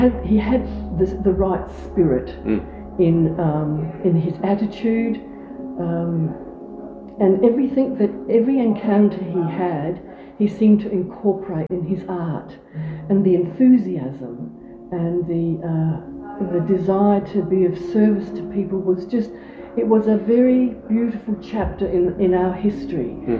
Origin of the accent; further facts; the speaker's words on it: Greece; now in Australia; Australia is a multicultural country. We can't escape that. We're all immigrants. I'm an immigrant from Greece many years ago.